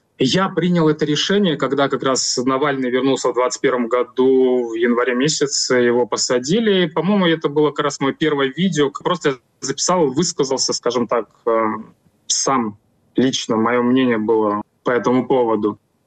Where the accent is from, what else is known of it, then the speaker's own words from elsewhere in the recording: Russia; moved away as an adult; я сам россиянин, и я до 25 года жил в России